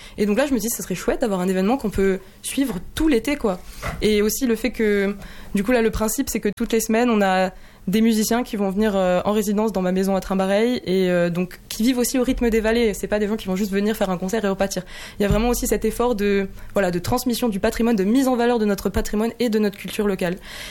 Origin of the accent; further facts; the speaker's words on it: Pau, Nouvelle-Aquitaine, France; moved away as an adult; Ma maman est originaire de Trimbareil et j'ai grandi à Pau, donc j'ai fait le conservatoire. Et puis, quand je suis partie pour faire une prépa, je suis arrivée à Boulogne-Billancourt.